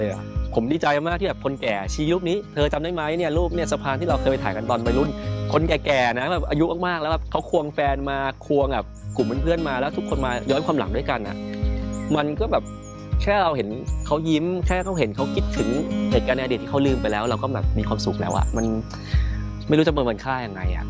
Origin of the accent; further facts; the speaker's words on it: Takua Pa, Phang Nga, Thailand; เราไปถ่ายมุมต่างๆในเมืองเก่าตะกัวป่าเงี้ยแล้วก็โพสต์ไปในโซเชียลมีเดีย